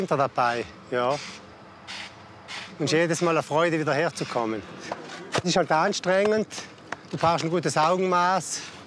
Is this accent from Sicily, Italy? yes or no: no; Naturns, Trentino-Alto Adige, Italy; Ja, wir kommen großteils aus Natur und von den Nebendörfern.